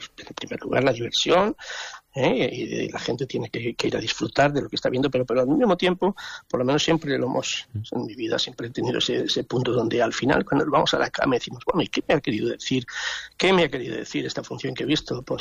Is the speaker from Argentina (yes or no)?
no; Granada, Andalusia, Spain; soy andaluz, granadino